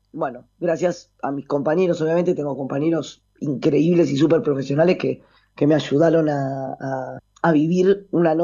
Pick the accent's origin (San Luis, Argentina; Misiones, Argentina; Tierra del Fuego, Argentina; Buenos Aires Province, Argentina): Buenos Aires Province, Argentina; Chascomús; born or raised there; moved away